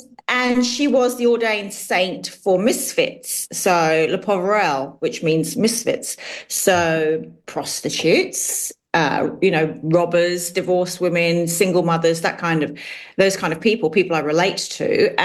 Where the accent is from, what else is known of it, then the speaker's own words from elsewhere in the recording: Wimbledon, London, United Kingdom; also born or lived in Hammersmith; I was born in London, southwest London. I was born in Hammersmith, and I grew up in Wimbledon, which is southwest London.